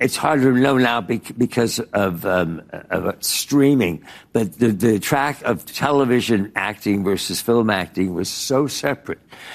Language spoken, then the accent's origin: English; East Coast, United States; I grew up on the East Coast. I was at all boys, sort of private prep schools and this and that.